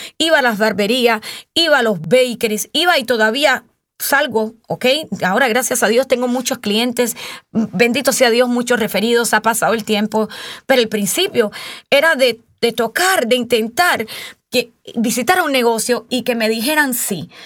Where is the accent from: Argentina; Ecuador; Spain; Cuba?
Cuba; Yo soy cubana, pero me quedé sin papá cuando tenía 10 años. Inmigró a los Estados Unidos y me quedé con una hermanita y una mamá.